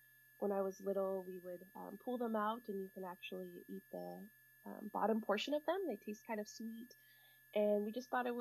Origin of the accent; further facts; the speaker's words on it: California, United States; I'm from the Rock Village people. I'm a tribal member of the Big Valley Rancheria of Pomo Indians.